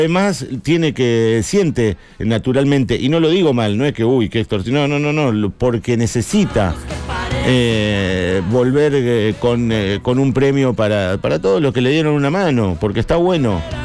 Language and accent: Spanish; Argentina; Como somos nosotros los argentinos, vio que con poquito le hacemos mucho.